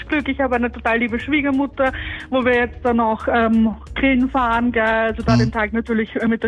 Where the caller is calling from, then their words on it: Vösendorf, Lower Austria, Austria; Ich bin aus Vösendorf.